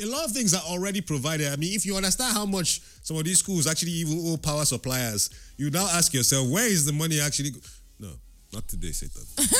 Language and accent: English; Nigeria; Like I said, I'm Nigerian.